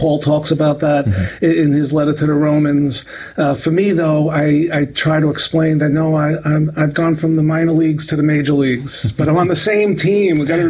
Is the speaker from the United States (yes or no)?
yes; Brooklyn, New York, United States; My neighborhood, by the way, where I grew up in Brooklyn, I grew up in a neighborhood that was 99% Jewish, right?